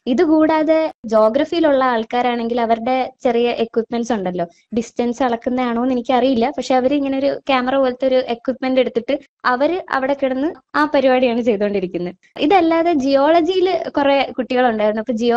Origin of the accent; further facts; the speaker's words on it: Nemom, Kerala, India; ഞാൻ നേമം തിരുവനന്തപുരം സ്വദേശിയാണ്.